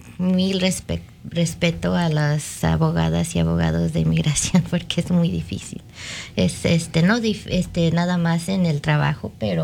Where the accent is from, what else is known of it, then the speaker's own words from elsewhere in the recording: Waukegan, Illinois, United States; moved away as an adult; viviendo en Waukegan, que es lo que digo mi hogar, ¿no? Porque es cuando el lugar donde crecí